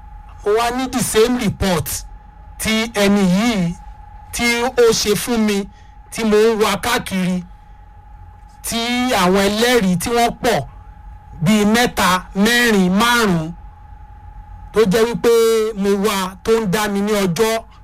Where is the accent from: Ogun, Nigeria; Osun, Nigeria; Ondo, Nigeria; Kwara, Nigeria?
Kwara, Nigeria; Ilorin; mo wa lati ilu Ilorin ni adugbo ti won pe ni Gakanbi